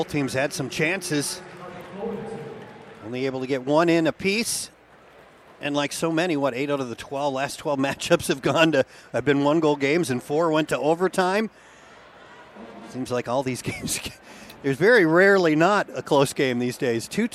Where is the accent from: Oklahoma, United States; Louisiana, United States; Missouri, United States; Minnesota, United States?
Minnesota, United States; Minneapolis; Growing up in Minneapolis